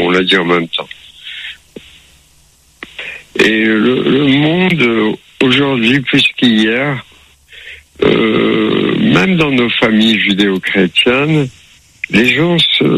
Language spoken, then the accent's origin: French; Orléansville, Chlef Province, Algeria; born there; Je suis né en Algérie, de culture juive. Donc j'ai grande famille. Je suis né à Orléansville.